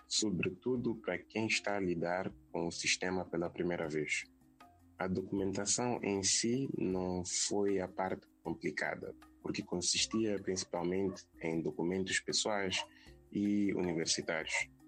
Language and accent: Portuguese; Mozambique; now in Poland; quando digo que sou moçambicano